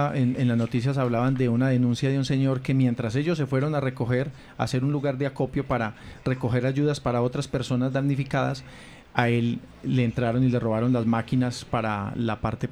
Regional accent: Colombia; La reacción que tuvimos nosotros como seres humanos, como colombianos, fue muchísima.

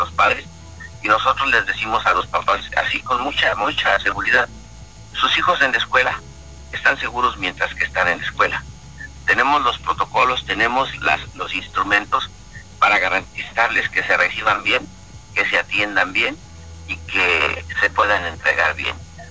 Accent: Mexico; hemos estado perdiendo los núcleos familiares como mexicanos

